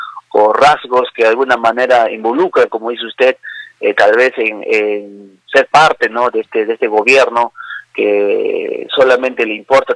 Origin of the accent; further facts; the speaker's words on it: Inclán, Tacna, Peru; yo ya estoy años desde que nací aquí en Inclán